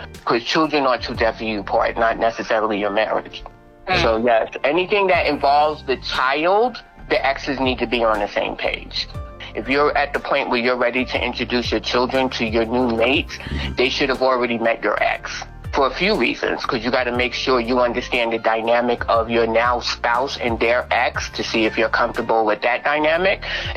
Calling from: Harlem, New York, United States; from Harlem.

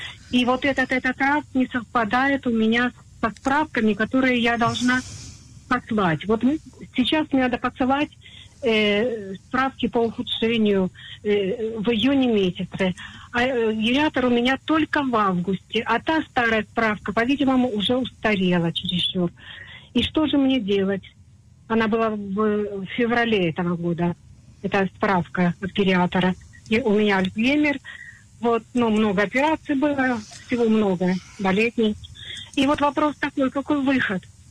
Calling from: Tel Aviv, Tel Aviv District, Israel; из Тель-Авива, мне 78 лет, и у меня к вам один вопрос единственный.

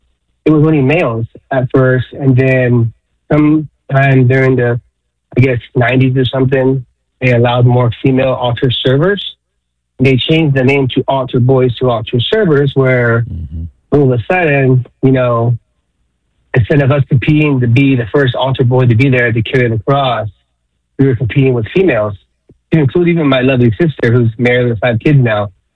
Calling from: California, United States; I'm 40 years old, and I come from the Orange Diocese as a young child.

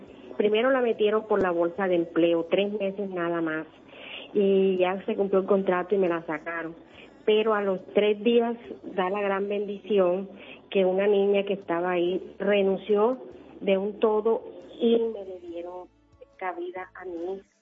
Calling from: Sahagún, Córdoba, Colombia; En Sahagún, en el departamento de Córdoba.

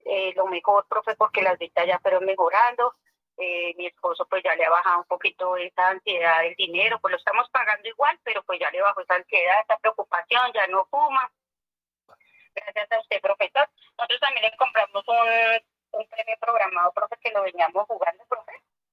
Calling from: Villeta, Cundinamarca, Colombia; Acá de Villeta, Cundinamarca

